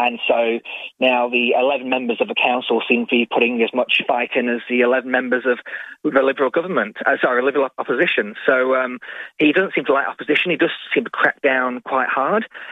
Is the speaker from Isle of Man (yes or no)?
yes; Isle of Man; now in Australia; Look, I'm from the Isle of Man, Leith. I love the TT races.